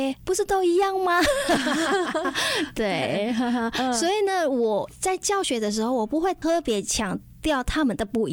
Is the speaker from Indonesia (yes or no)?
yes; Indonesia; Chinese is a second language; now in Taiwan; 对我们外国人来说这也很难